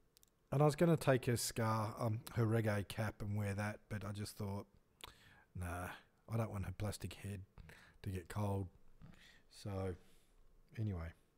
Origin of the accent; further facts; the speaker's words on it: Atherstone, West Midlands, United Kingdom; also born or lived in Nuneaton; I was born in England. You know the story, don't you? That I was born in Nuneaton and we lived in a place called Atherston. And it was on a hill that overlooked the outskirts of Birmingham.